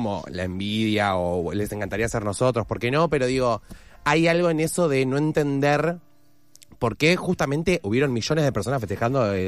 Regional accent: Argentina; nos enorgullecen como argentinos.

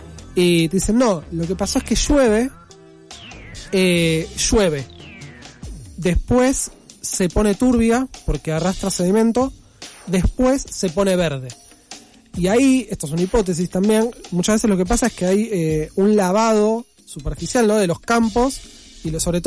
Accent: Buenos Aires, Argentina; sos básicamente un porteño perdido en la selva.

